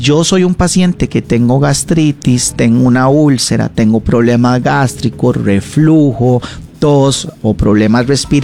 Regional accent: Costa Rica; nos involucra a todos como costarricenses

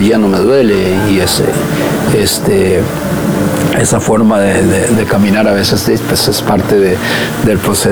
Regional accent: Limón, Costa Rica; Yo nací aquí en Limón. Limón, Yumiecatón, el famoso Yumiecatón, aquí por donde está el hospital, por la zona americana.

